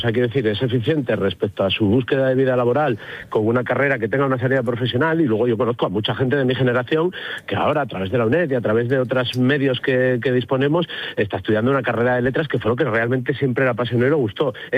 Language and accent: Spanish; Spain; pero yo como contribuyente español adelanto una cantidad de dinero con mis impuestos